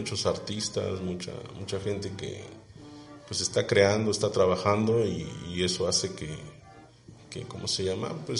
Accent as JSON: {"language": "Spanish", "region": "Oaxaca", "country": "Mexico", "said": "la parte prehispánica que nos representa, pues, como jojeños o como oaxaqueños, ¿no?"}